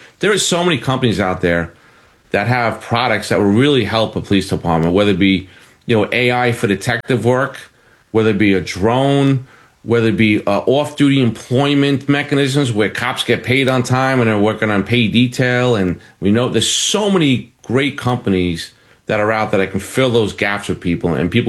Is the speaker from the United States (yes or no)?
yes; Brooklyn, New York, United States; born there; I was born in Bay Ridge and I reduced crime